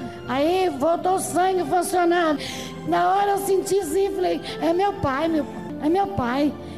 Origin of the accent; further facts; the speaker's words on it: Guaraci, Brazil; Eu sou de Guaraci e eu tinha ansiedade para chegar aqui para todo mundo ouvir esse testemunho.